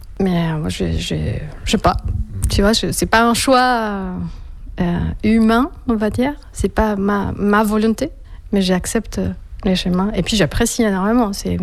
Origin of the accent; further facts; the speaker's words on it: Bogotá, Colombia; French is a second language; quand j'avais mes premières années jusqu'aux 12 ans. Bah, moi, j'ai vécu l'histoire des Pablo Escobar chez moi à Bogota, où il y avait des bombes